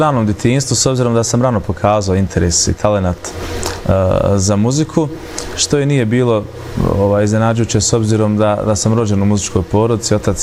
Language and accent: Bosnian; Mulići, Federation of Bosnia and Herzegovina, Bosnia & Herzegovina; Bitno navesti to da dolazim iz Mulića, mjesto koje je rasadnik talenata